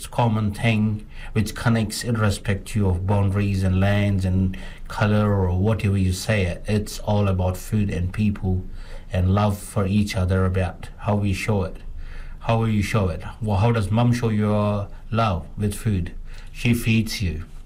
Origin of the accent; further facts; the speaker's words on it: Hyderabad, Telangana, India; moved away as an adult; now in New Zealand; I am from India, from a part of South India, which is from Hyderabad, and I moved in New Zealand 2008.